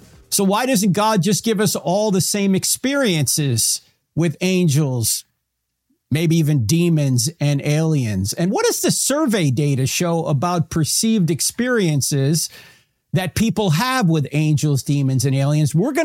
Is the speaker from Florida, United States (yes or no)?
no; New Jersey, United States; because look, I'm from New Jersey, and people in New York City would consider upstate like Westchester